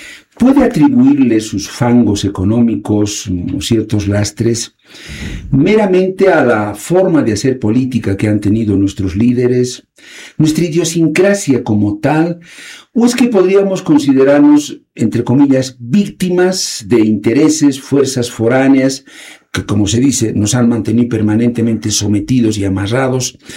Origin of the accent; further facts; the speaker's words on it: Bolivia; nos interpela como bolivianos.